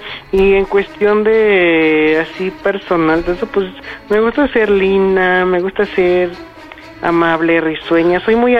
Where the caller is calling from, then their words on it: Naucalpan, State of Mexico, Mexico; Soy de aquí, de Naucalpan.